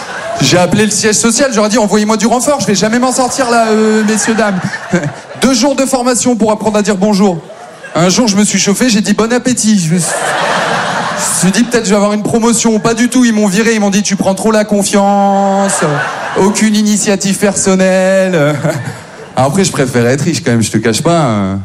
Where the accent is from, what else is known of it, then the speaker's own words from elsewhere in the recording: Maubeuge, Hauts-de-France, France; now in Paris, France; Non, Maubeuge, c'est une petite ville dans leur Pas-de-Calais, maintenant tout va bien, j'habite à Paris. Et j'ai des potes de Maubeuge